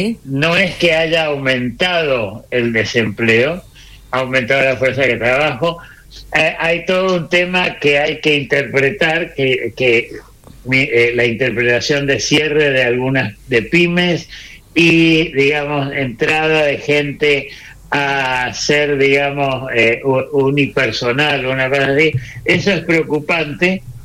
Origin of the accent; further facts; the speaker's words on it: Godoy Cruz, Mendoza, Argentina; also born or lived in Buenos Aires; Yo soy nacido en Buenos Aires, pero yo me crié en Godoy Cruz.